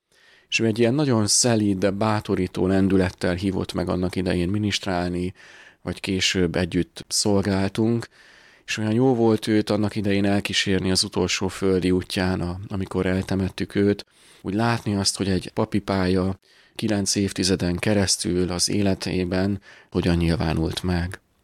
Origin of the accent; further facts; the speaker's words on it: Dunakeszi, Pest, Hungary; Egy katolikus családban születtem, Dunakesziről származom, hárman vagyunk testvérek